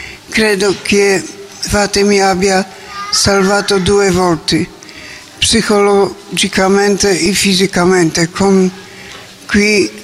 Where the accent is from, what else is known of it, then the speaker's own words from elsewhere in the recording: Poland; Italian is a second language; moved away as an adult; now in Italy; vengo dalla Polonia. Arrivata da Italia 35 anni fa, per il lavoro.